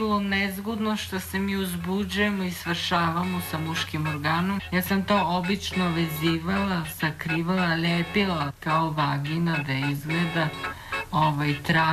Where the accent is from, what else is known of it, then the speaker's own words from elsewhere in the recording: Pirot, Southern and Eastern Serbia, Serbia; rodom sam iz Pirota.